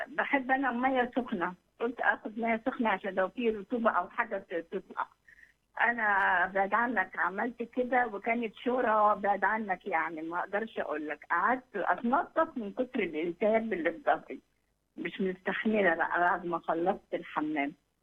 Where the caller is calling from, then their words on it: Egypt; انا من مصر.